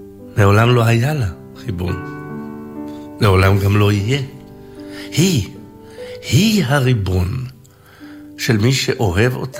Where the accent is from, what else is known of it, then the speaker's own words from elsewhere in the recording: Jerusalem, Jerusalem District, Israel; ואני רוצה לספר לכם מזיכרונותיי, מזיכרונות ילדותי בעיר.